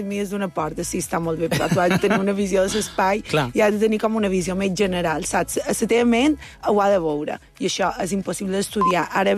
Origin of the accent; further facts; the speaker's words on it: Balearic Islands, Spain; jo som molt mallorquina. Uh-huh. Som com molt de Mallorca.